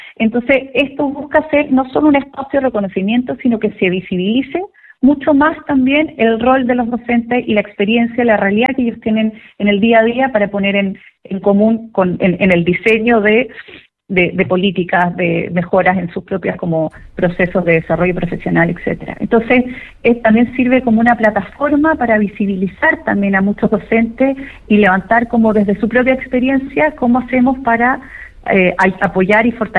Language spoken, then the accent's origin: Spanish; Chile; como chileno nos cuesta a veces reconocer que estamos generando logros